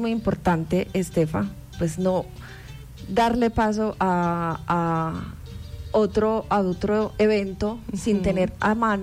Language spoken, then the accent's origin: Spanish; Antioquia, Colombia; el orgullo de ser antioqueño, porque es que somos una tierra de verdad